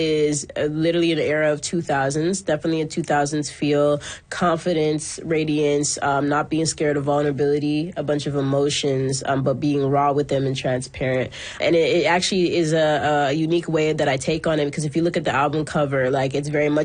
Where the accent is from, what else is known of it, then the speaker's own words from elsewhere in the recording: Toronto, Ontario, Canada; And since then, every time I walk outside, people know that I'm from Toronto.